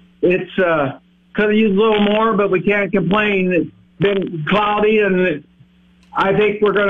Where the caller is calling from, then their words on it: Dunlap, Iowa, United States; from Dunlap.